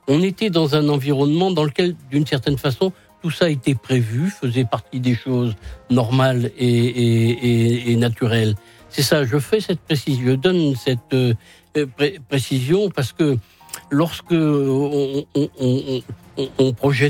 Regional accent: Brittany, France; moved away; la commune dont je suis originaire, dans le sud de la Bretagne.

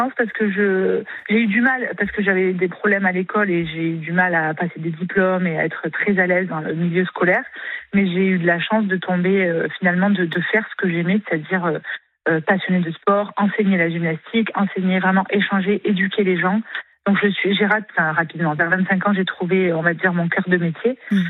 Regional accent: Avignon, Provence-Alpes-Côte d'Azur, France; also born or lived in Paris / Marseille; now in Lacanau, France; C'est complètement éloigné d'où je viens. Je viens d'Avignon, dans le sud-est.

